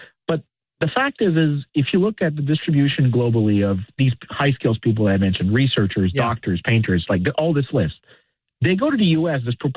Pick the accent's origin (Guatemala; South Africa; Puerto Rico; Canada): Canada; Quebec; now in Virginia, United States; I'm originally from Quebec.